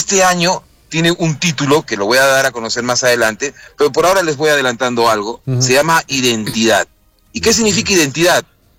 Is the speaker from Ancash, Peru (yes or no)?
no; Arequipa, Peru; also born or lived in Lima; Mis padres son arequipeños. Por casualidad de la vida, nací en Lima. A los días de nacido me traje mi papá acá y me quedé acá. Yo adoro mi tierra